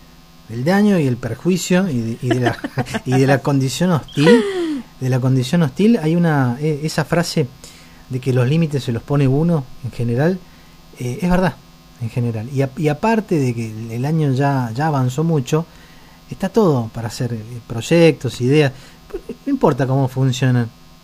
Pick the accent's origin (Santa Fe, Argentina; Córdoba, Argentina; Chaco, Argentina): Córdoba, Argentina; now in Bariloche, Argentina; Cuando yo me vine a Bariloche, de Córdoba, mi abuela decía eso